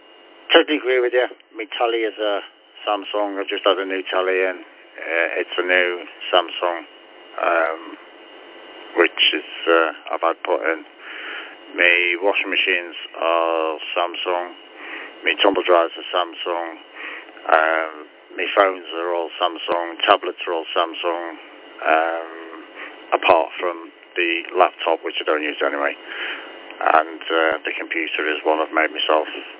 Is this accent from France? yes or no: no; Liverpool, North West England, United Kingdom; I'm a Scouser.